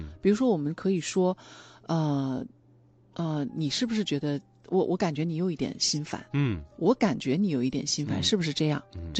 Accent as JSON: {"language": "Chinese", "country": "China", "said": "我们中国人"}